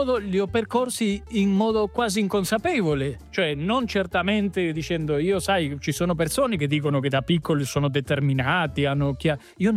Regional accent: Argentina; io, pur essendo argentino, ho i miei nonni ancora argentini

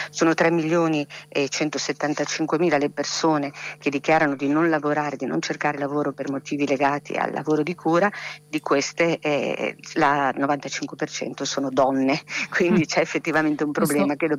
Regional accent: Emilia-Romagna, Italy; ma faccio quell'esempio perché sono dell'Emilia Romagna

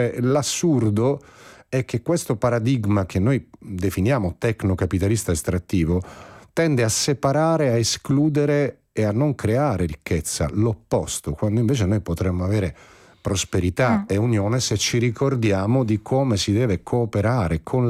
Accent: Apulia, Italy; Io sono pugliese.

